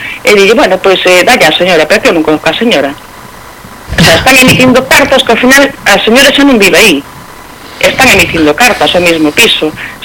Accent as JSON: {"language": "Galician", "town": "O Irixo", "region": "Galicia", "country": "Spain", "said": "Pois son do Irixo, claro que sí que son do Irixo."}